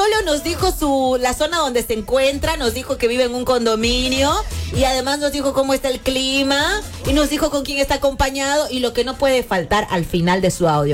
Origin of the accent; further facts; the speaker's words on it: El Torno, Santa Cruz, Bolivia; Así somos las torneñas.